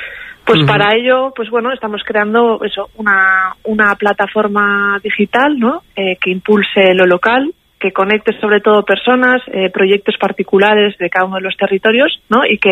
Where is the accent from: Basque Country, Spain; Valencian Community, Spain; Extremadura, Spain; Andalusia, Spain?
Basque Country, Spain; como buenos vascos aquí de Euskadi